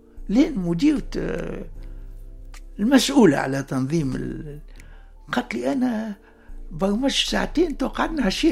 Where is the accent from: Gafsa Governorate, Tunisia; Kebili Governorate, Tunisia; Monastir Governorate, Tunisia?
Monastir Governorate, Tunisia; Monastir; also born or lived in Sousse; أنا خرجت من المنستير ومن سوسة أستاذ نجح.